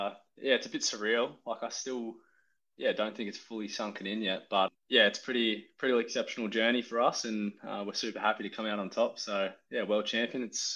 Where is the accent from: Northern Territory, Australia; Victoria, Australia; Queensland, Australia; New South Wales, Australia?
Victoria, Australia; Bendigo; I'm originally from Bendigo, Victoria.